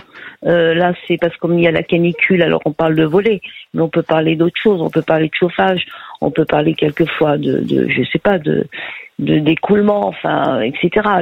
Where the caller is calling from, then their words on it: Grand Est, France; Je suis en Alsace.